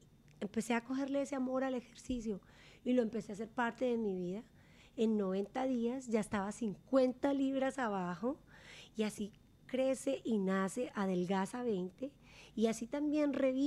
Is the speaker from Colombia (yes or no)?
yes; Colombia; Yo soy colombiana, a mí me encantaba bailar, crecimos bailando en mi casa